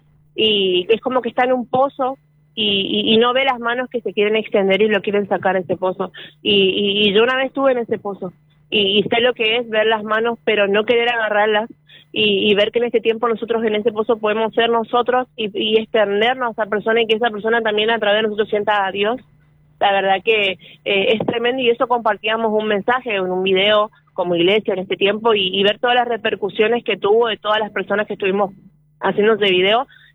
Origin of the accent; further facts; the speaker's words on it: Paso de los Libres, Corrientes, Argentina; moved away; yo soy de Paso de los Libres